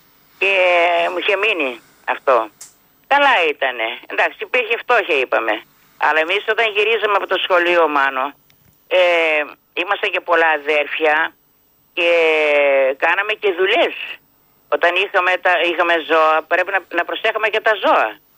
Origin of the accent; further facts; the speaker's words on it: Epirus, Greece; Να ακουστεί για την Ήπειρο, την πατρίδα μου εδώ.